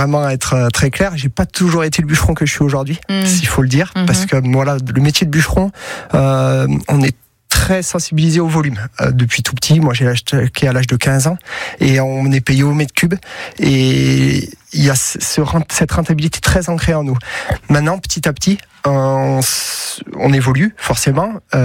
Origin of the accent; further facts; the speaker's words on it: La Tourette, Auvergne-Rhône-Alpes, France; Oui, parce que historiquement, voilà, je suis fils de paysan. Je viens de la Tourette, vers Saint-Monnet-le-Château. Et mon père avait une ferme au milieu des bois.